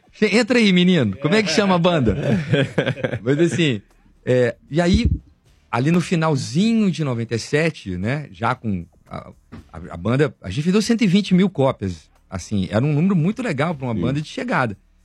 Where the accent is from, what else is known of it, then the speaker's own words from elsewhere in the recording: Belo Horizonte, Minas Gerais, Brazil; somos aqui de Belo Horizonte, somos amiga das meninas